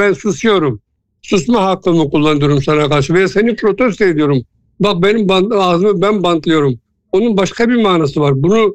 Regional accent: Adana, Turkey; moved away as an adult; Ben şahsi bir Adanalı olarak şöyle söylüyorum.

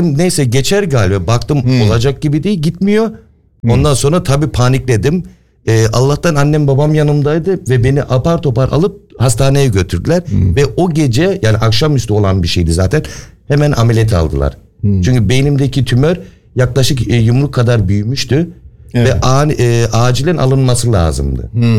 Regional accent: Hamburg, Germany; 47 yaşındayım. Hamburg'da doğdum. Doğma büyüme buradayım.

